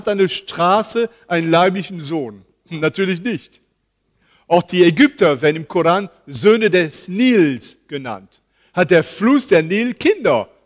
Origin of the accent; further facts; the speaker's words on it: Paris, Île-de-France, France; moved away; Ich bin selber in Paris aufgewachsen und mein Vater arbeitete in einem jüdischen Viertel. Und damals gingen wir immer unsere Wurst kaufen, weil wir als bibeltreue Christen kein Schweinefleisch essen.